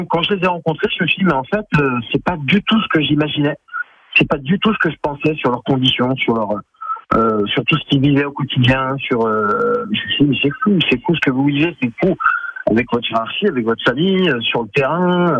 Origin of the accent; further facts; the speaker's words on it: Lyon, Auvergne-Rhône-Alpes, France; à Lyon, que je suis lyonnais.